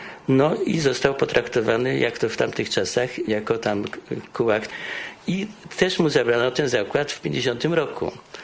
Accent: Łódź, Łódź Voivodeship, Poland

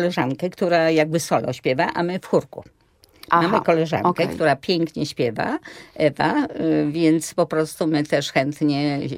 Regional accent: Łódź, Łódź Voivodeship, Poland; Potem, ponieważ ja z Łodzi, one z Łodzi, to zaproponowano mi, że może pochodzimy sobie po Krakowie, żeby od razu nie wracać do Łodzi.

